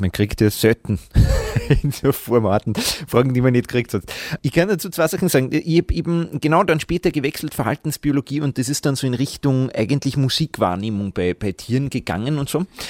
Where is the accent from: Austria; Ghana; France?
Austria; Gallneukirchen, Upper Austria; also born or lived in Linz; now in Vienna, Austria; ich bin 34, jetzt noch. Ich werde nächstes Monat werde ich 35. Ich komme aus Oberösterreich, das stimmt, ich bin in Linz geboren, ich bin in Gallneukirchen aufgewachsen und aber schon sehr, sehr lange in Wien.